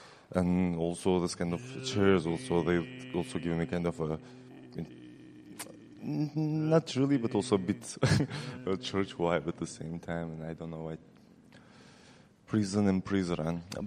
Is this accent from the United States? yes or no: no; Prizren, Prizren District, Kosovo; hello, I'm from Prizren.